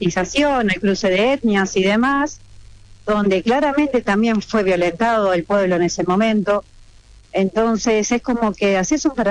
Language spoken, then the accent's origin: Spanish; Buenos Aires, Argentina; somos más porteños que el obelisco